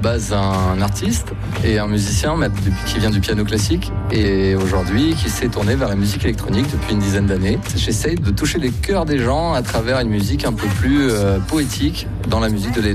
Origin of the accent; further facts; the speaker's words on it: Nice, Provence-Alpes-Côte d'Azur, France; C'est un petit village qui est dans l'arrière-pays niçois parce que je suis originaire de Nice.